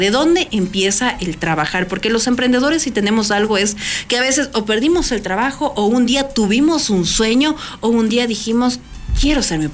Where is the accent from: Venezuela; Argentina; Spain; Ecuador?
Ecuador; nosotros también como ecuatorianos